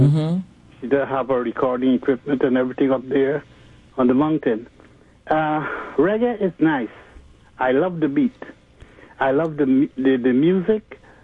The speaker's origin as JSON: {"language": "English", "country": "Guyana", "also_born_or_lived": "Trinidad", "moved": "as an adult", "lives_now": "Brooklyn, United States", "said": "I'm originally from Guyana."}